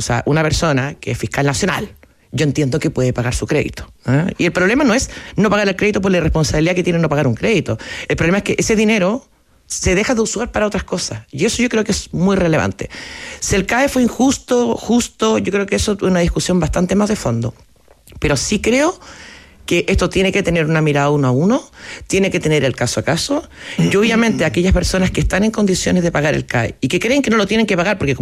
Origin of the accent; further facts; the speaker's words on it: Concepción, Biobío, Chile; Yo soy de Conce, hoy voy a Playa Blanca a veranear.